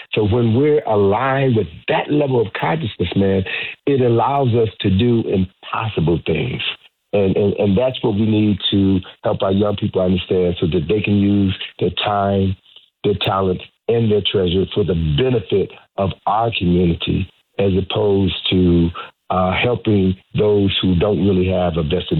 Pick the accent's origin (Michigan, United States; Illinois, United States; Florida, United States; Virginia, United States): Illinois, United States; Chicago; part of this energy comes from me growing up in Chicago. I spent my first 21 years of life growing up in Chicago.